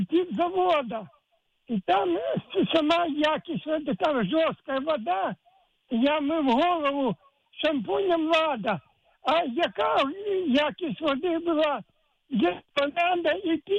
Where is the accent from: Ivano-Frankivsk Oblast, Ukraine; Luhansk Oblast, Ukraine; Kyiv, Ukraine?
Kyiv, Ukraine; це корінний киянин